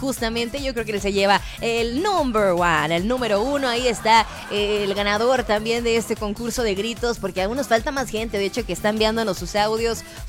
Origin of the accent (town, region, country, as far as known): Mexico